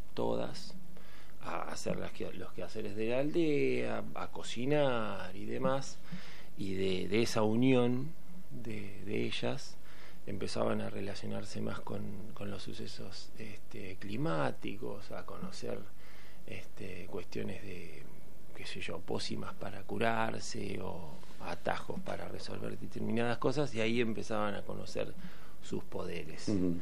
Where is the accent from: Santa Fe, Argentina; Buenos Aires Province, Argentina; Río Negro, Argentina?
Buenos Aires Province, Argentina; Laprida; moved away; Yo soy de La Prida, de un pueblo chiquitito.